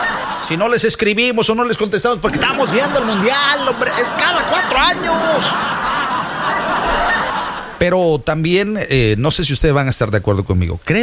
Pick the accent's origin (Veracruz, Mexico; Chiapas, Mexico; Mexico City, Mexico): Veracruz, Mexico; Y yo soy de oro. Y yo soy jarocho.